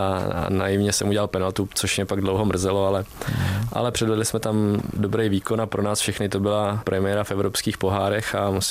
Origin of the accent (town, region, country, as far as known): Vysočina Region, Czechia